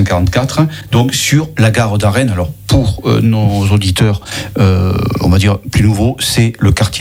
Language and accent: French; Montpellier, Occitanie, France; moi, je suis montpelliérain